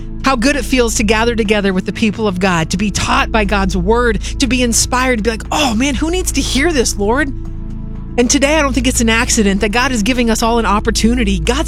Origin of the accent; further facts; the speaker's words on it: Estacada, Oregon, United States; Estacada, Oregon, my hometown